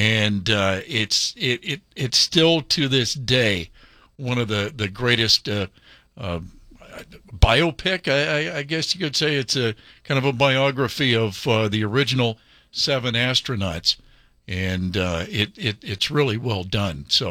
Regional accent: Midwest, United States; I grew up in the Midwest with a lot of snow back in the 70s.

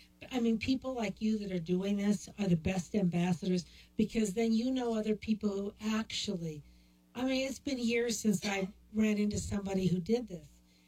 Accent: Taos, New Mexico, United States; And we're from Taos, so we're always like this, enthusiastic and stuff like this.

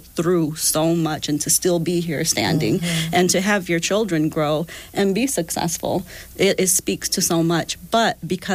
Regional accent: Toledo, Ohio, United States; first language Spanish; English is a second language; Spanish is my first language, but I mean, for the most part, I remember speaking both languages. My mom was always very big on speak Spanish. We speak Spanish, which was a big difference for what the culture was in Toledo at the time when I was a child.

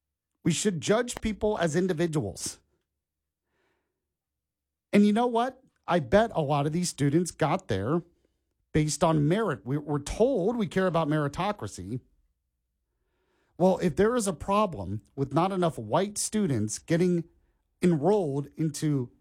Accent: Orlando, Florida, United States; Born and raised close to where I grew up in Orlando, Florida.

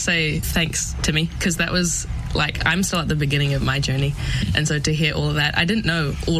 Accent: Brazil; moved away; I'm from Brazil.

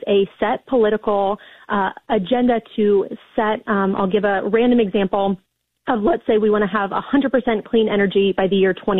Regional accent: Ohio, United States; I use the example, I'm from Ohio. If you put a ton of solar panels here in Ohio

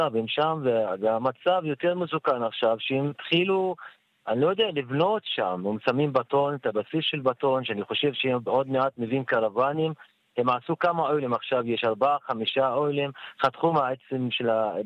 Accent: Palestine

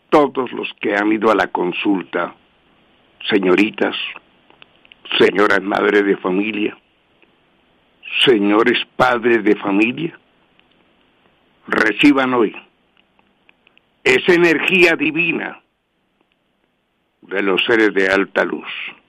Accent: Colombia

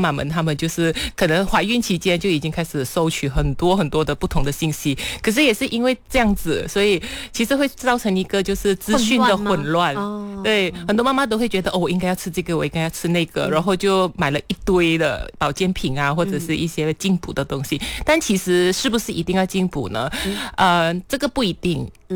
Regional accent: Malaysia; 那我们马来西亚这边其实是比较偏向于南方的习俗，尤其是广东那一带的

